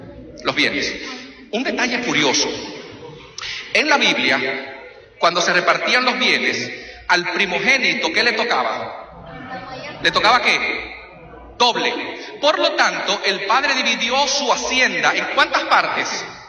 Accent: Dominican Republic; yo soy dominicano. ¿Algún dominicano aquí en la casa? Qué bueno, no estoy solo.

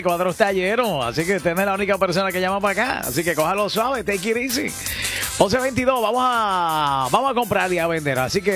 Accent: Puerto Rico; somos boricuas

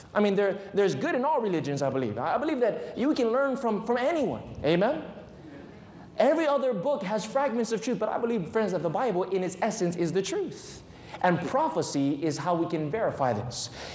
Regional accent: Waianae, Hawaii, United States; born or raised there

